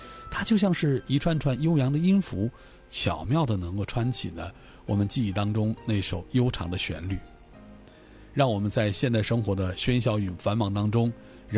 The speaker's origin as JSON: {"language": "Chinese", "town": "Shenyang", "region": "Liaoning", "country": "China", "tie": "born or raised there", "moved": "yes", "said": "我老家沈阳的，"}